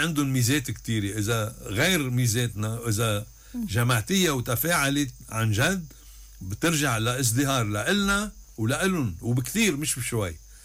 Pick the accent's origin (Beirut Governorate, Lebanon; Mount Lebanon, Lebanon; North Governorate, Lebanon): North Governorate, Lebanon; أنا بعرف طرابلس، أنا ابن الشمال